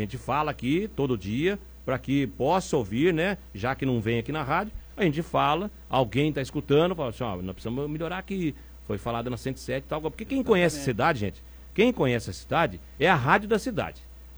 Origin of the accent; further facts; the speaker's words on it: Pindamonhangaba, São Paulo, Brazil; Eu sou nascido e criado em Pinda